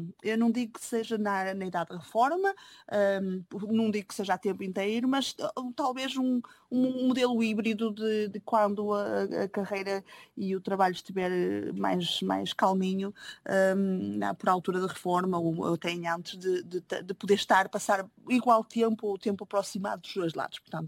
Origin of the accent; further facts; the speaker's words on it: Norte, Portugal; porque é o grande festa, e como minhota faço questão de ir